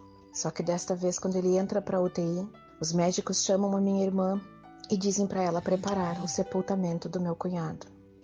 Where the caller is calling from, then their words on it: Gravataí, Rio Grande do Sul, Brazil; sou da cidade de Gravataí, no estado do Rio Grande do Sul